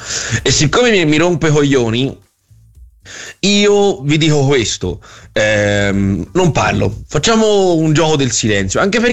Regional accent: Florence, Tuscany, Italy

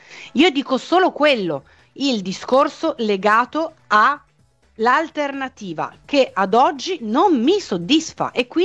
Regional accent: Turin, Piedmont, Italy; now in Genoa, Italy; Io sono piemontese, Fabio mi chiede se sono piemontese, no, io vivo a Genova semplicemente per questioni di famiglia in questo momento, ma sono piemontesissima, sono di Torino più di tutti quanti voi.

